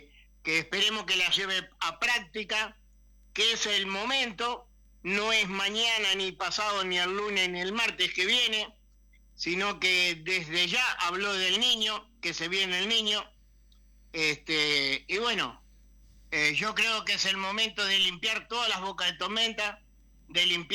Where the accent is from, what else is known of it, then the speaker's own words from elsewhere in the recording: Pueblo Sequeira, Artigas, Uruguay; now in Salto, Uruguay; Y en mi pueblo, ¿no? Pueblo Sequeira, toda gente buena, toda gente linda, contrabandistas